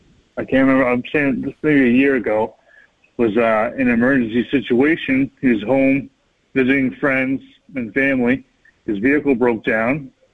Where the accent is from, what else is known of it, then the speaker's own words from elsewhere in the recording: Maine, United States; I'm from Maine.